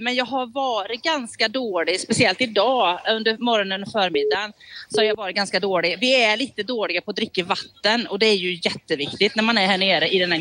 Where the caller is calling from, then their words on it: Sweden; som svensk